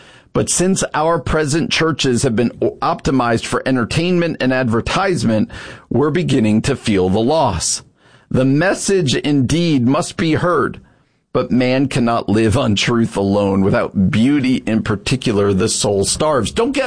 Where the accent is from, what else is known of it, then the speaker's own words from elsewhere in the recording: Long Valley, New Jersey, United States; The town I grew up in New Jersey, a little town called Long Valley, is probably fully suburban by now.